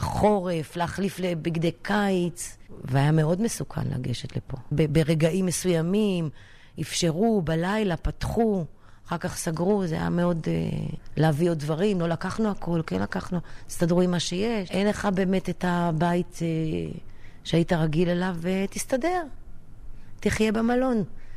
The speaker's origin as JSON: {"language": "Hebrew", "town": "Yiftah", "region": "Northern District", "country": "Israel", "tie": "born or raised there", "said": "בכיתה בית אני פה. גדלתי פה בתור ילדה, היינו במקלטים, היינו בממדים, בכל מיני מלחמות שהיו, אבל אף פעם לא ברחנו מפה."}